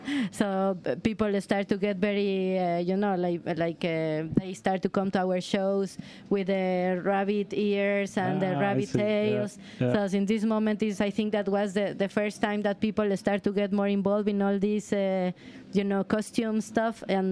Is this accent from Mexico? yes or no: yes; Mexico; moved away as an adult; now in Brighton, United Kingdom; I'm living in England, in Brighton. 11 years ago, yeah, I had been living there. I'm from Mexico